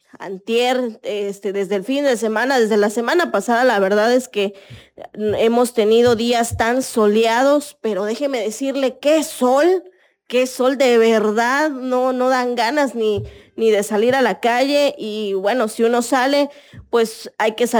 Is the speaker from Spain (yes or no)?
no; Mexico